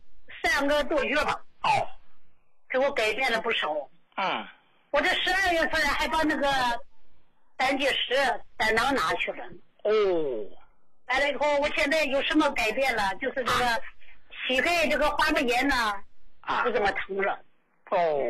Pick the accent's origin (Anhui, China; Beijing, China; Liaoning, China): Liaoning, China; Dalian; 我是大连的。